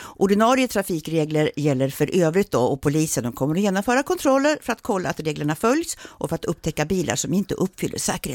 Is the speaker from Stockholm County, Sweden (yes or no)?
no; Västerås, Västmanland County, Sweden; som västeråsare